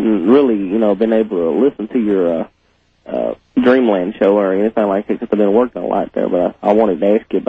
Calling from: Murfreesboro, Tennessee, United States; I'm calling from Murfreesboro, Tennessee.

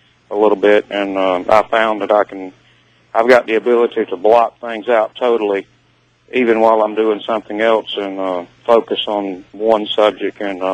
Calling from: Wilmington, North Carolina, United States; I'm listening on WAAV 980 AM in Wilmington, North Carolina.

